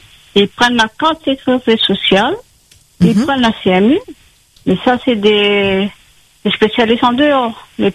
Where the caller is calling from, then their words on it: Saint-Denis, Réunion; moi, je suis à Saint-Denis